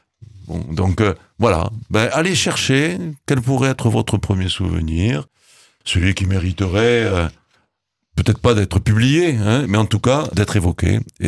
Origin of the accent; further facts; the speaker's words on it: Occitanie, France; Ah oui, parce que on est du Volvestre.